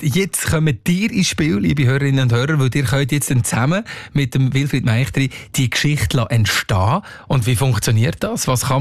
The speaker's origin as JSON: {"language": "German", "region": "Valais", "country": "Switzerland", "said": "Jetzt kommen wir beide aus dem Wallis und bei mir ist es ähnlich gewesen."}